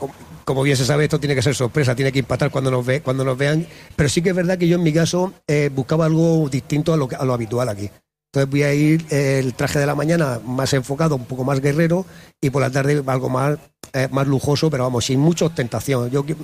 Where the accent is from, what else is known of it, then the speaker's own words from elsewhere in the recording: Abanilla, Region of Murcia, Spain; born there; now in Crevillente, Spain; yo no soy nacido en Crevillente, yo nací en Abanilla, en Murcia.